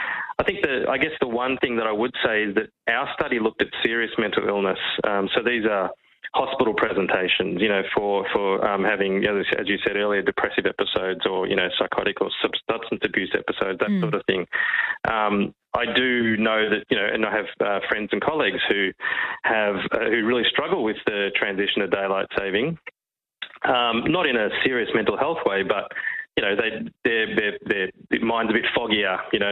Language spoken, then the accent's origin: English; Melbourne, Victoria, Australia; I'm from Melbourne. I like daylight savings time.